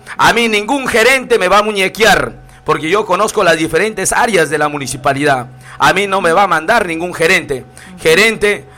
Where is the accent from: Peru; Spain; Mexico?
Peru; Túcume, Lambayeque; yo hago un llamado acá a mi distrito de Tucumán